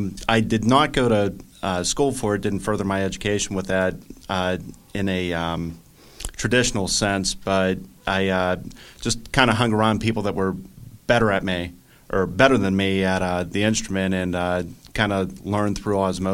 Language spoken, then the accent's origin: English; Baldwin, Pennsylvania, United States; Yes, I'm actually from Baldwin.